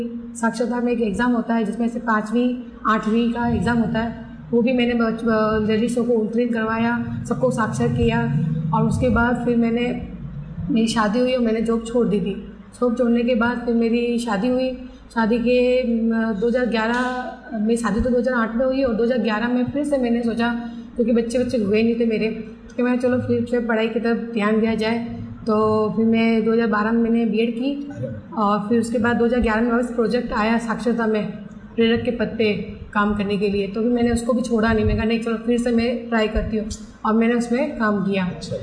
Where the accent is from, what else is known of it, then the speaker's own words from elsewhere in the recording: Abu Road, Rajasthan, India; मैं सातपुर से आती हूँ, सातपुर आबू रोड से आती हूँ।